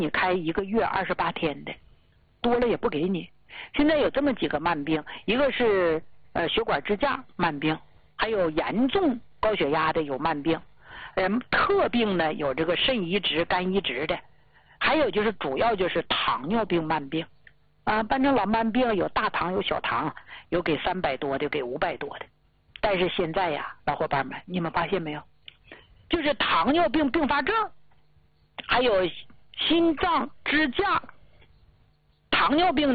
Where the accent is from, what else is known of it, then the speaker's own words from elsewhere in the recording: Jilin, China; 我呢是咱们土生土长的吉林地区的人啊，这是我的老家